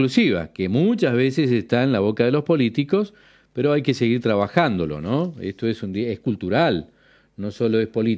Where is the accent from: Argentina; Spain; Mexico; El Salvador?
Argentina; argentinos, todos somos argentinos.